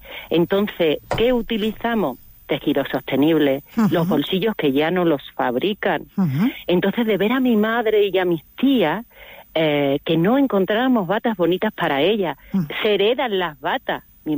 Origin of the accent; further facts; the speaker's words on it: Huelva, Andalusia, Spain; Efectivamente, yo soy de Huelva